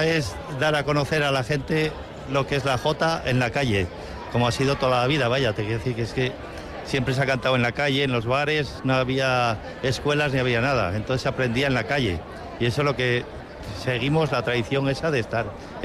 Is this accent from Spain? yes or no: yes; Marcilla, Navarre, Spain; now in Pamplona, Spain; Soy de Marcilla, pero vivo aquí en Pamplona